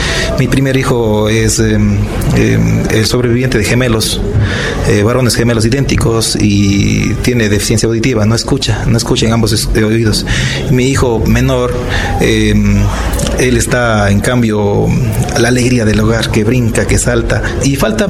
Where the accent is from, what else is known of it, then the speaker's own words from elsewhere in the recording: Cuenca, Azuay, Ecuador; a mi Cuenca del alma, a mi tierra santa.